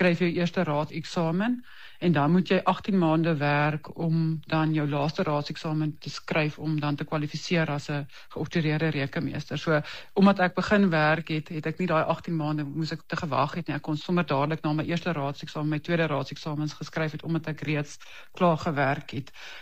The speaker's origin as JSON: {"language": "Afrikaans", "town": "Virginia", "region": "Free State", "country": "South Africa", "tie": "born or raised there", "said": "Ek kom uit 'n klein dorpie van die Vrystaat, Virginia. So dis daar naby Welkom. Ek is een van 5 dogters. Ek is die tweede oudste."}